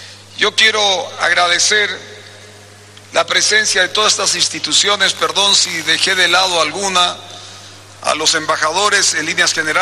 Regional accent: Tarija, Bolivia; Yo los invito, paseños, como tarijeño, como boliviano, pero también como un amante de La Paz

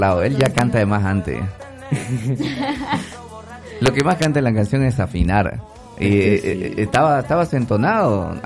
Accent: Bolivia

